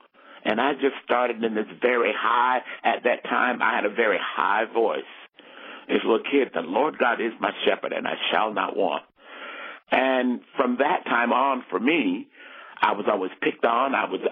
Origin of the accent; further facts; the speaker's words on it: Bridgeport, Connecticut, United States; also born or lived in Florence, South Carolina; I was born just outside of Florence, South Carolina. And what we jokingly refer to as barefoot country on the farm. But at the age of 13, my family sort of migrated to Bridgeport, Connecticut. So I spent my formative years in high school growing up in Bridgeport, Connecticut.